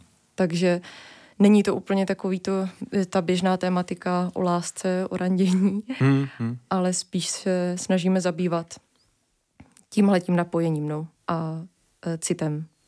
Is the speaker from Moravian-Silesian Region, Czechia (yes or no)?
no; Třebíč, Vysočina Region, Czechia; Matouš je vlastně tady v Brně, jsme od Třebíče spíš a tak různě rozježděný.